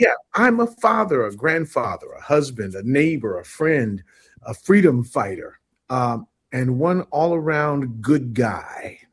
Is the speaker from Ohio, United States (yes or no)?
yes; Cincinnati, Ohio, United States; In my hometown, there was a big AM station, WCIN